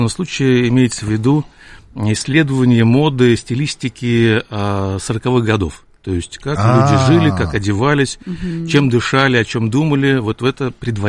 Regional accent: Saint Petersburg, Russia; я сам ленинградец, петербуржец.

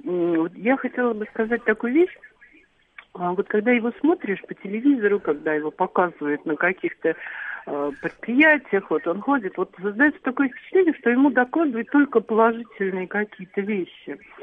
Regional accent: Moscow Oblast, Russia; я из Подмосковья.

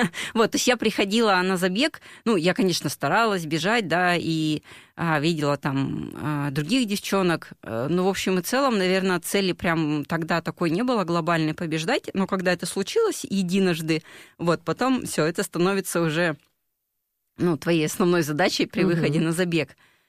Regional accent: Yekaterinburg, Sverdlovsk Oblast, Russia; Вообще я из Екатеринбурга.

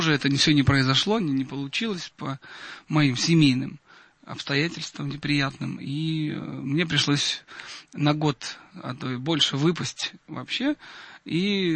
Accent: Odesa, Odesa Oblast, Ukraine; moved away; Я отдыхал в своем родном городе, где я родился, в Одессе

